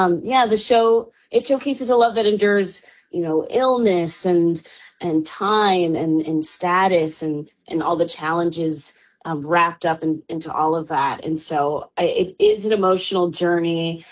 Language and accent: English; Sandwich, Illinois, United States; moved away; also born or lived in Aurora, Illinois; Growing up in the rural Illinois was such a an interesting experience. You know, I grew up basically in the cornfields, but I have such a strong community there and have built a community there for so much of my life.